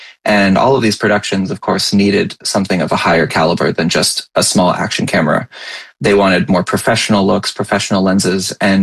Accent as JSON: {"language": "English", "town": "Los Angeles", "region": "California", "country": "United States", "tie": "born or raised there", "said": "I grew up in Los Angeles. That's where I started to skate."}